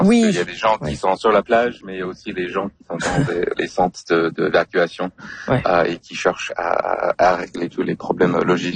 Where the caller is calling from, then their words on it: British Columbia, Canada; moi, je suis à Carmias, donc à une trentaine de kilomètres de Penticton. Je passe à Penticton, je vis à Carmias.